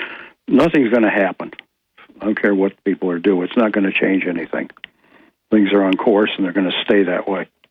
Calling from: Ithaca, New York, United States; of Greater Ithaca.

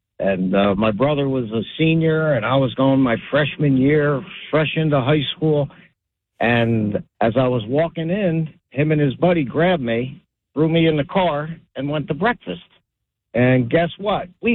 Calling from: Mottville, United States; from Mottville.

